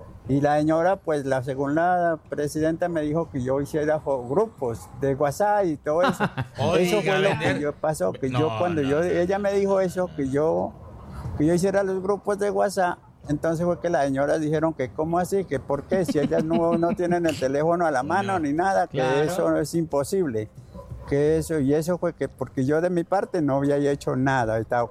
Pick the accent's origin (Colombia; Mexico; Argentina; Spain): Colombia; Los Andes, Nariño; moved away; Yo soy de Nariño, principalmente. De un municipio que se llama Los Andes, Nariño. Vine aquí a buscar nuevas oportunidades.